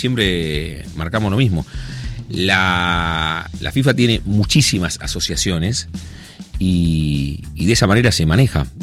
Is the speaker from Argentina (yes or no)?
yes; Argentina; Me interesa como argentino, pero me interesa cómo le puede ir a.